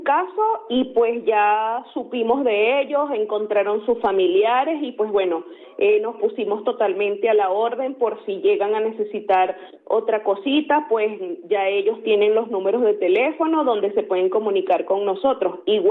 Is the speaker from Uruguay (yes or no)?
no; Venezuela; now in Spain; nosotros como venezolanos